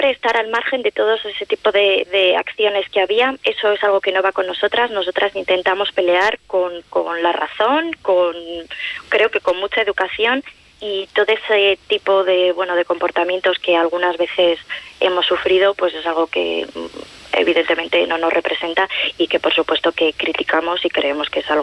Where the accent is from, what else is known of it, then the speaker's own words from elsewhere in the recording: Cervera del Río Alhama, La Rioja, Spain; los que somos de Cervera